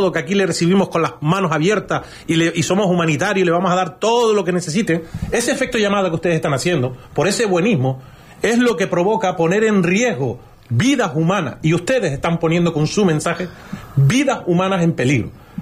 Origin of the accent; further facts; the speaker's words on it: Canary Islands, Spain; Sí, sí, soy canario.